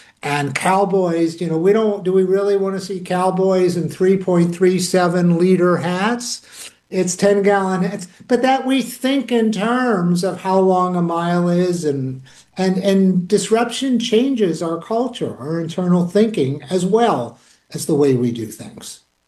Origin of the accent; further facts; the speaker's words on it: United States; growing up in America